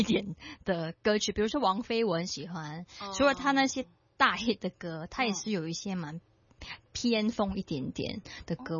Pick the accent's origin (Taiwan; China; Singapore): Singapore; 其实我童年不在香港长大，就是在新加坡